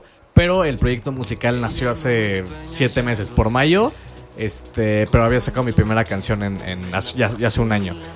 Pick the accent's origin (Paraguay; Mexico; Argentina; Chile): Mexico; Es mexicano. Bueno, justamente soy mexicano.